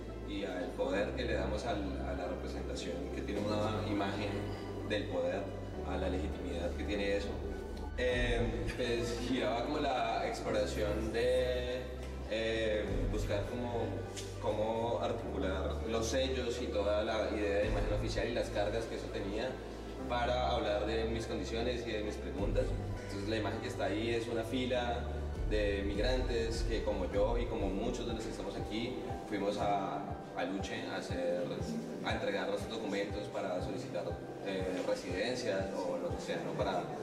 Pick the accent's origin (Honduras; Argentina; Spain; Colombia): Colombia; moved away; soy colombiano y estoy aquí hace unos 4 años, en este año.